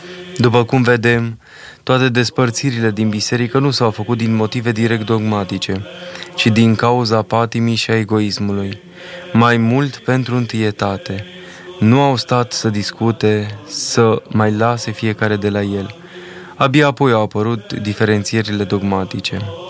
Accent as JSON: {"language": "Romanian", "country": "Romania", "said": "pentru că eu sunt român și așa mă consider ca un bun român și îmi iubesc neamul."}